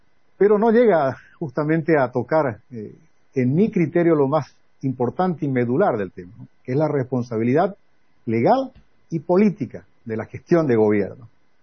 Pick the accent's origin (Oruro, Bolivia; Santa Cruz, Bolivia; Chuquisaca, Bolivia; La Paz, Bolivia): Santa Cruz, Bolivia; como boliviano, como cruceño.